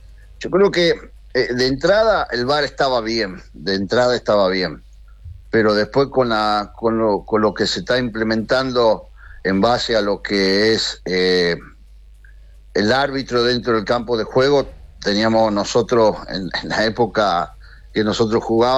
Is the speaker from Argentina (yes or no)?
yes; Argentina; Como argentino quiero que siga siendo Argentina.